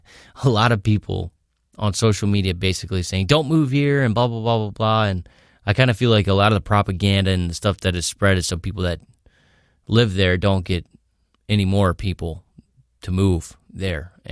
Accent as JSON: {"language": "English", "town": "Cape Coral", "region": "Florida", "country": "United States", "tie": "born there", "moved": "yes", "said": "I don't live in Cape Coral, so I can't really make any decisions, although I was born in Cape Coral, in Cape Coral Hospital. But I do not live there"}